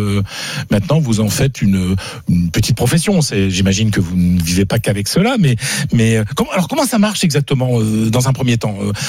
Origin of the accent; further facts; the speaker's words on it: France; Ben, excusez-moi, je suis français, moi, monsieur, et je dis NBA.